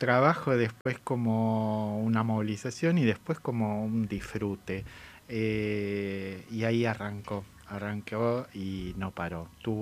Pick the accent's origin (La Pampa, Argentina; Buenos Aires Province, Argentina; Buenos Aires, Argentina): La Pampa, Argentina; Ingeniero Luiggi; mi pueblo natal, Ingeniero Luis de la Pampa, donde tengo los comienzos, ahí nace mi arte, desde muy chico con mi padre